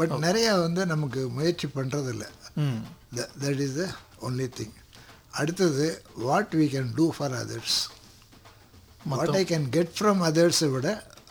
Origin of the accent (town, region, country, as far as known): Tamil Nadu, India